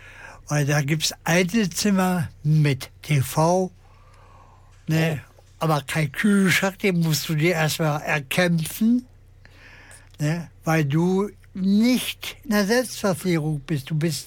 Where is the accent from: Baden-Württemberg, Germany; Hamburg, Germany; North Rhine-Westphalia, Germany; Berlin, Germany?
Berlin, Germany; moved away; also born or lived in Hanover; Ich bin 1980 nach Niedersachsen gezogen.